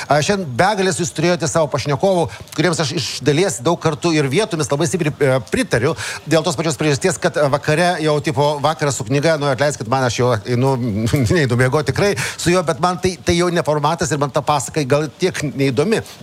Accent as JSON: {"language": "Lithuanian", "town": "Vilnius", "region": "Vilnius County", "country": "Lithuania", "tie": "born or raised there", "said": "aš taip noriu grįžti į savo gimtąjį miestą"}